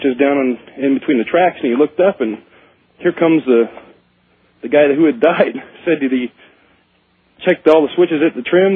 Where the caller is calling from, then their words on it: Quartz Hill, California, United States; in Quartz Hill.